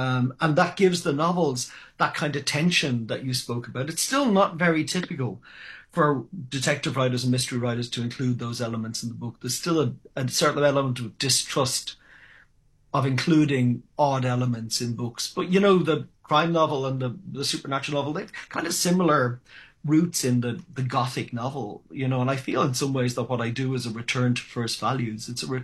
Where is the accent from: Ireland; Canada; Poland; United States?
Ireland; as a young man growing up in Ireland in the 1980s and 1990s